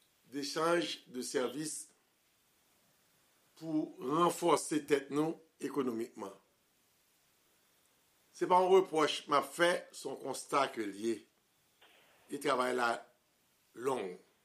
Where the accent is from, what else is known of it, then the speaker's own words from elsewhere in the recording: Haiti; Tout le monde connaît, en tant qu'haïtien, ça drapeau, ça a voulu dire.